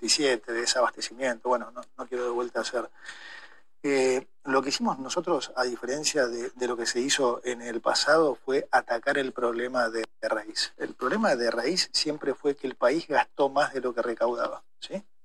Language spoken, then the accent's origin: Spanish; Argentina; uno tiene que estar como argentino.